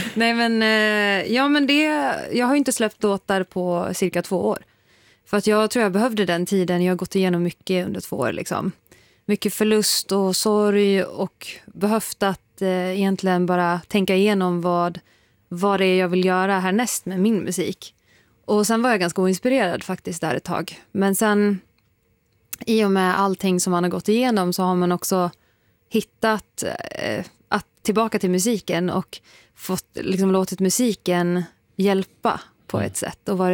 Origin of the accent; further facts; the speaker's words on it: Dalarna County, Sweden; Det är skönt att vara hemma, hemma i Dalarna.